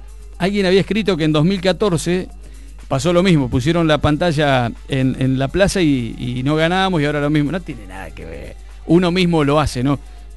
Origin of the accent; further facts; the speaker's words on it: Argentina; a nosotros nos tocó perder como argentinos